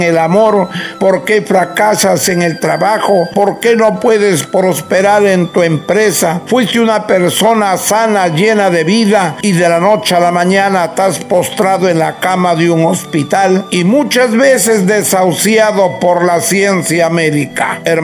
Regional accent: northern Peru, Peru

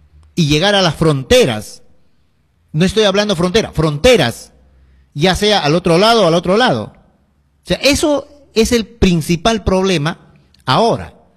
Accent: Peru; somos peruanos todos asentados en el territorio peruano

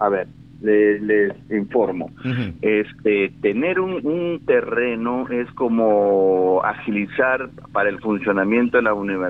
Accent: Olmos, Lambayeque, Peru; mi pueblo de Olmos

